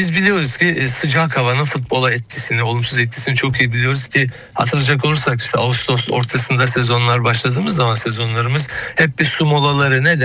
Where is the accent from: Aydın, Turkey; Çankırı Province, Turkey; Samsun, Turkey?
Samsun, Turkey; Tabii ben bir de Samsunluyum yani. Ben çocukluğumdan beri ve Samsun Spor maçlarını hep stadyumda canlı canlı izlemiş, destek vermiş bir insan.